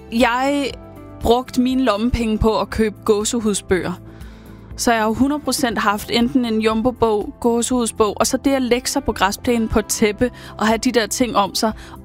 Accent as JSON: {"language": "Danish", "town": "Hellerup", "region": "Capital Region of Denmark", "country": "Denmark", "tie": "born or raised there", "said": "Vi er i mit barndomshjem i Hellerup."}